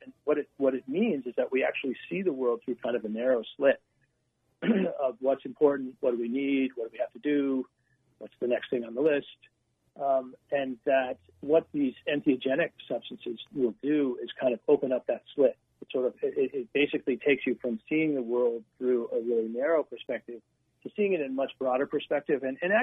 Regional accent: Colorado, United States; now in Vermont, United States; I live, I'm from Colorado, but I actually live in Vermont now

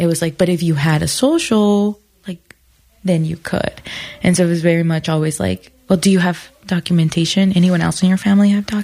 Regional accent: Aurora, Colorado, United States; also born or lived in Jamaica; I grew up on Colfax and Moline. So I grew up in Aurora, right? On Colfax. And we lived on Colfax in Jamaica when we first arrived.

